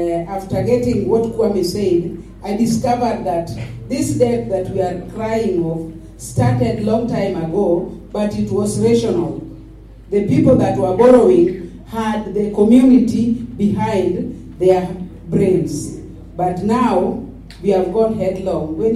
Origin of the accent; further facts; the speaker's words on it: Kisumu County, Kenya; from Kisumu County, from representing justice centers and women.